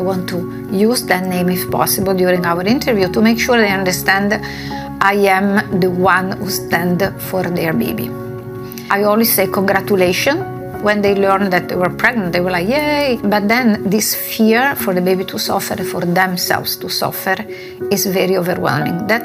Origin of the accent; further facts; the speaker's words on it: Milan, Lombardy, Italy; moved away; I was born and raised in Italy, in Milano.